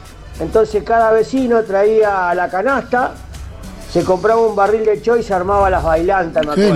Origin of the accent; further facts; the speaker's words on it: Santa Fe, Argentina; Yo soy nacido y criado en Santa Fe, a 2 cuadras